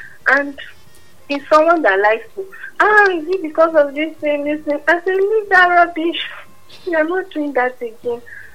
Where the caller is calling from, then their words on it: Calabar, Cross River, Nigeria; calling from Calabar.